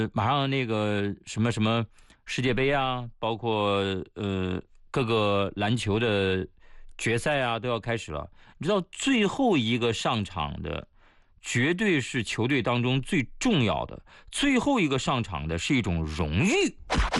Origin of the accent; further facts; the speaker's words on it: Shanxi, China; 我们山西老家